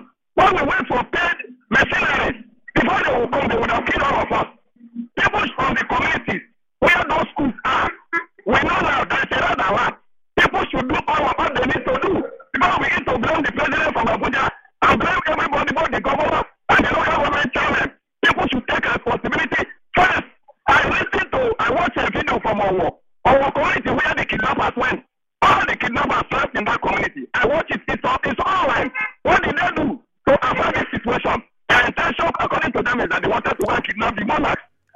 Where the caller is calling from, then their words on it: Arima, Trinidad & Tobago; I'm calling from Arima.